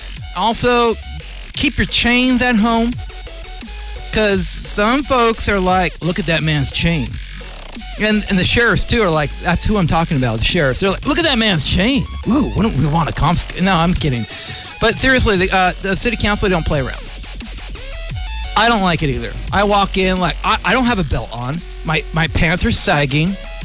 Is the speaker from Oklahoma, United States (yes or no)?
no; Vallejo, California, United States; much love to y'all in Vallejo, from a Vallejoan